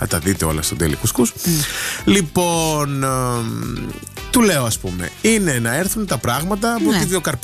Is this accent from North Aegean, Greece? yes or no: no; Athens, Attica, Greece; Αλλά και με ρωτάει εμένα που είμαι από την Αθήνα να του πω τι γίνεται.